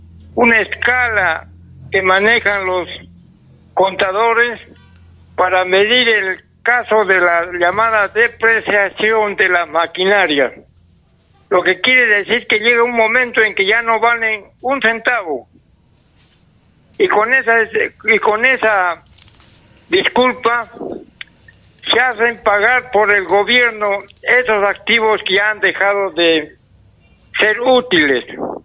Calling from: Peru; porque soy peruano

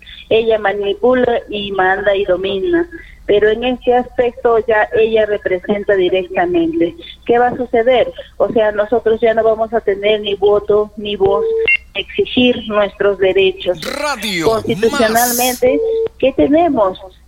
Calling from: Arequipa, Peru; Como arequipeña

